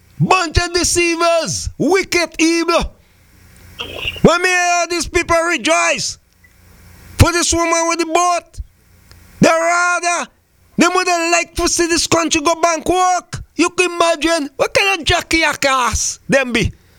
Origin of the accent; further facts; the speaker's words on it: Antigua & Barbuda; Mrs. Bikai happened down in my hometown too. But these people, you know, these people are desperate. Same country you pull down. Because if me gonna, if me live in America, I may never talk about Antigua so bad.